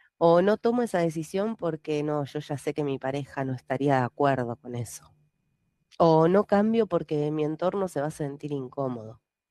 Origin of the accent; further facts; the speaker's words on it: Argentina; si sos de Argentina como yo